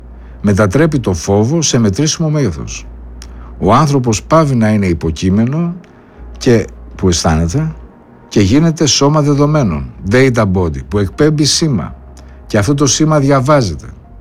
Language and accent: Greek; Greece; εγώ είμαι Έλληνας. Στην Ελλάδα ζω.